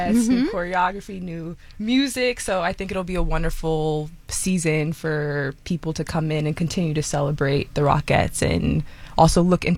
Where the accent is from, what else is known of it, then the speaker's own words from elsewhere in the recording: Freehold, New Jersey, United States; I'm from Freehold originally.